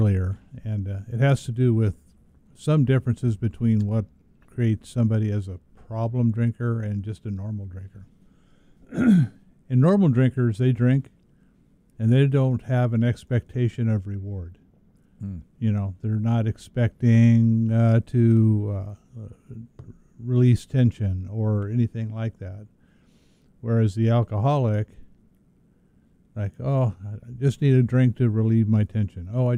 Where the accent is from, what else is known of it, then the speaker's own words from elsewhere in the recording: Redlands, California, United States; You know, I lived in Redlands, Mentone area growing up